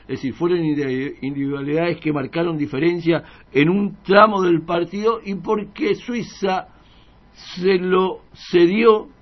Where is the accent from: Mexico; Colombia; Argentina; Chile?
Argentina; somos argentinos.